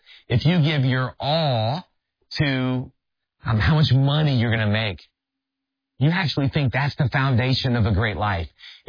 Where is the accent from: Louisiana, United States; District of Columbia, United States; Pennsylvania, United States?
Louisiana, United States; New Orleans; So I grew up in the New Orleans area. LSU was the college team that we rooted for.